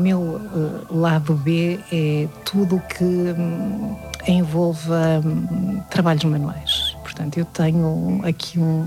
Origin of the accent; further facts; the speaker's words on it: Santa Maria da Feira, Aveiro, Portugal; porque originalmente eu sou de Santa Maria da Feira